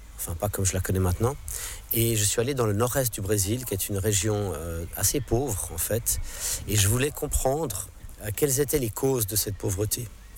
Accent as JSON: {"language": "French", "region": "Geneva", "country": "Switzerland", "tie": "born there", "also_born_or_lived": "United States", "first_language": "English", "second_language": "French", "moved": "as an adult", "said": "Moi, je suis né à Genève, mais ayant grandi avec ma mère anglophone, eh bien, ma langue maternelle est l'anglais. Donc ça, c'est très pratique d'avoir l'anglais dès la naissance. J'ai ensuite appris le français à l'école."}